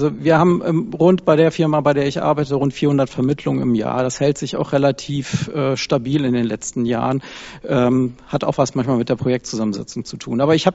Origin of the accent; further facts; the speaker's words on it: Flensburg, Schleswig-Holstein, Germany; und gerade ich komme aus Flensburg, nicht von großen Unternehmen.